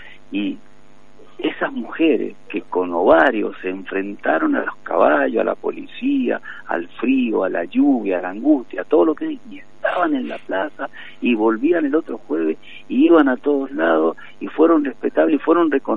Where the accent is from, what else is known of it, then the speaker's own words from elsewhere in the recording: Argentina; lo que nos está faltando en estos momentos como patria, como nación, como argentino, es algún referente político que nos aglutine.